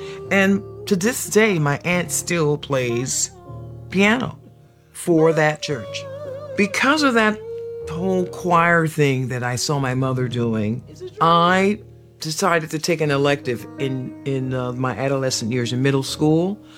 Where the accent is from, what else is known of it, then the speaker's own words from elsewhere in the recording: Miami, Florida, United States; born there; I was born in Miami, Florida. The family life was really centered around church, community.